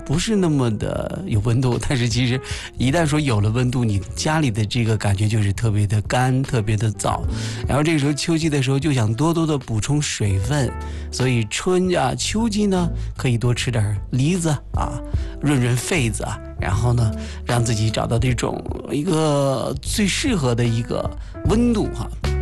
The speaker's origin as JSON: {"language": "Chinese", "country": "China"}